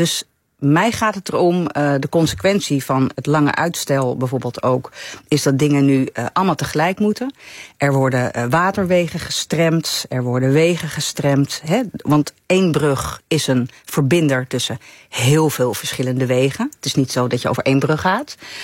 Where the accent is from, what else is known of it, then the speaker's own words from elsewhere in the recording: Amsterdam, North Holland, Netherlands; Ik kom uit Amsterdam en ik ben hier naartoe gereden.